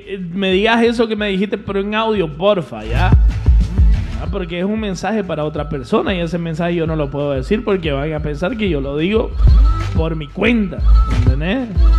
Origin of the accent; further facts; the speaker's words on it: Santa Cruz, Bolivia; yo soy boliviano. Soy más camba que la yuca.